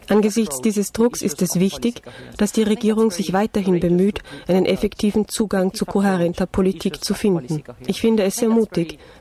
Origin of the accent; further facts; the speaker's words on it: Austria; Zum Beispiel ist es als Österreicherin sehr einfach, über die Fischereipolitik zu sprechen.